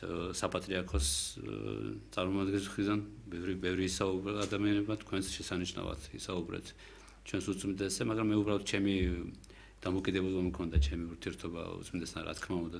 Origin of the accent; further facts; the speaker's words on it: Tbilisi, Georgia; მე დავიბადე და გავიზარდე მეიდანში, მეიდნელი ვარ მე და უბრალოდ იმ ძველ თბილისში, სადაც იმ 100 მეტრის რადიუსში სადაც მე ცხოვრობდი